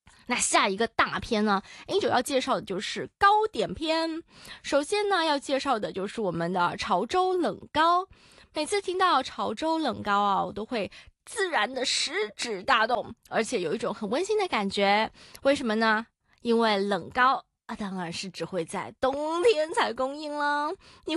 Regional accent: Macau

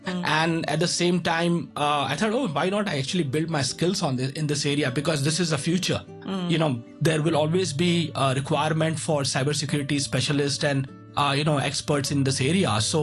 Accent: Mumbai, Maharashtra, India; like for me, when I was growing up in Mumbai, I had a mentor

